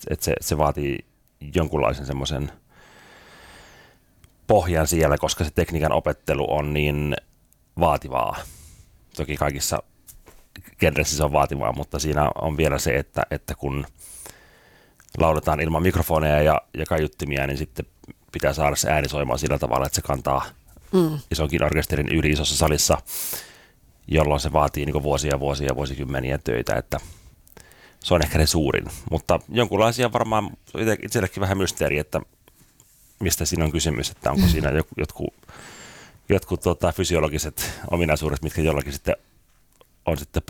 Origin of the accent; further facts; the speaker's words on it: Rauma, Satakunta, Finland; Mä kasvoin Raumalla ison lestadiolaisperheen nuorimpana. Meillä on 15 lasta yhteensä ja yrittäjäperhe, kahvila- ja leipomalan yrityksiä.